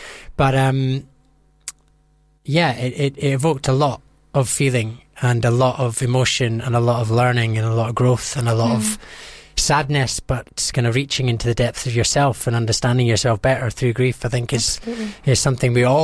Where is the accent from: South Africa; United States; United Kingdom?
United Kingdom; Scotland; she was from New York. I'm from Scotland, so there was a bit of cultural differences as well.